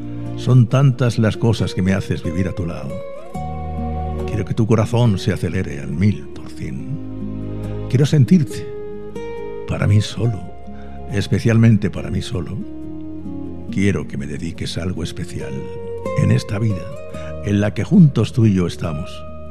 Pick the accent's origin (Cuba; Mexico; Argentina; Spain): Spain; Murcia, Region of Murcia; Te decía que eres de mi tierra, ¿vale? O yo soy soy de la tuya, ¿eh?